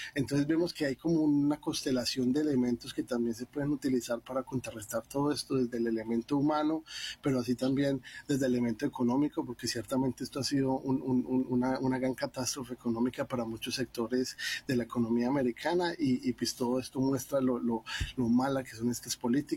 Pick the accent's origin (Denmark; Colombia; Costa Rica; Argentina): Colombia